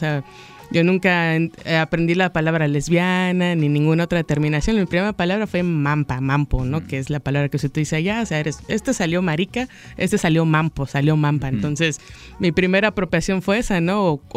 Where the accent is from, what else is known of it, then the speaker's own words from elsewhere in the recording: Chiapas, Mexico; Pues soy de Chiapas y ahí siempre pasan muchas cosas, ¿no? Entonces es como de ahí. Y pues ya en autonomía me crié y me descubrí